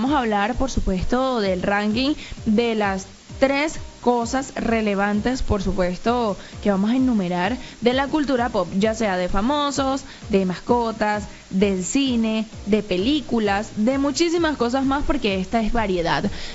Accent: Portugal; yo soy portuguesa también

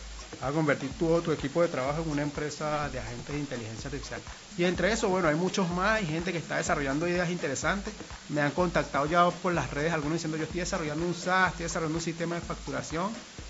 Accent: Guatire, Miranda, Venezuela; born there; also born or lived in Caracas / Panama City; soy de Guarenas, soy de Guatire, soy de acá. Nací en Caracas, pero 25 años viviendo acá, ya prácticamente soy de acá.

